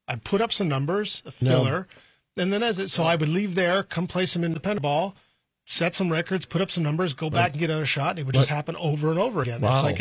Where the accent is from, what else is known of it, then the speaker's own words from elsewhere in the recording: Los Angeles, California, United States; I grew up in California.